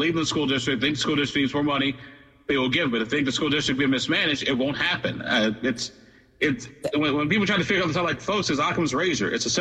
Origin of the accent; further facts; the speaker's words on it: Illinois, United States; back in my home state of Illinois, they finally started to look at township government, believe it or not.